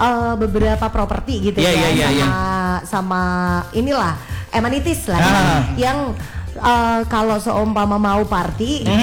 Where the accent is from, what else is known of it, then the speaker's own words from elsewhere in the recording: Batam, Riau Islands, Indonesia; kita kan orang Batam